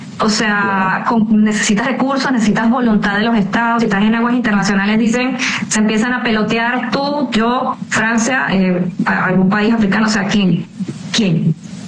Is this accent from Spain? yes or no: no; Venezuela; nosotros como venezolanos